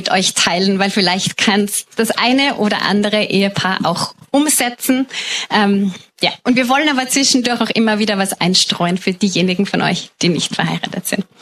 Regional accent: Salzburg, Austria; now in Vienna, Austria; Wir leben in Wien. Ich komme aus Salzburg ursprünglich.

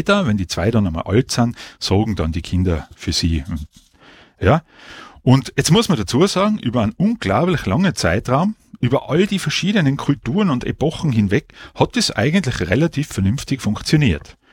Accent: Innsbruck, Tyrol, Austria; also born or lived in Leoben; Ich bin in Innsbruck geboren und aufgewachsen. Nach dem Gymnasium hat es mich in die Steiermark verschlagen, auf die Montanuni in Leoben. Da habe ich meinen Diplom-Ingenieur gemacht und seit dem Studium bin ich wieder in Tirol.

